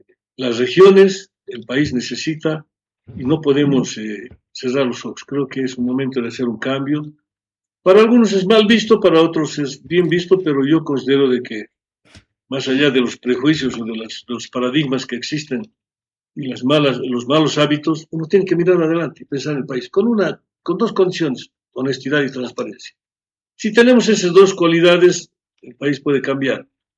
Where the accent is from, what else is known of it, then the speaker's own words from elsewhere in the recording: Bolivia; como asambleísta, como boliviano, tenemos la obligación de trabajar por el país